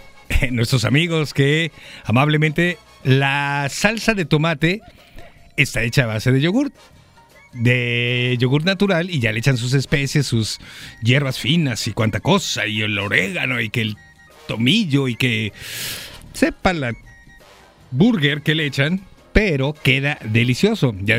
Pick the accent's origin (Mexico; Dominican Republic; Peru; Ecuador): Mexico